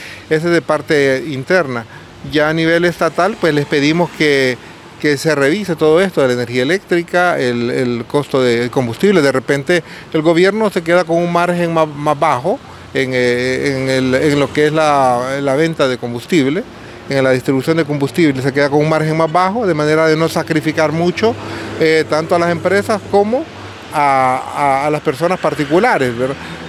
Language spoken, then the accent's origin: Spanish; Honduras; nosotros como hondureños